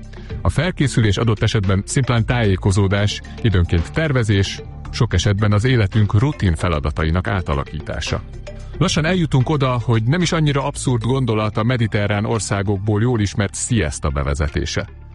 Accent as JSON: {"language": "Hungarian", "country": "Hungary"}